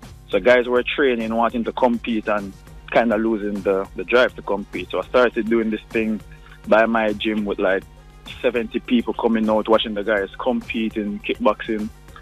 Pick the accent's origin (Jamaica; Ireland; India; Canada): Jamaica; Kingston; born there; also born or lived in Spanish Town; I was born in Kingston. I was in Almanton for a while, moved to Spanish Town, and now I'm back in Kingston.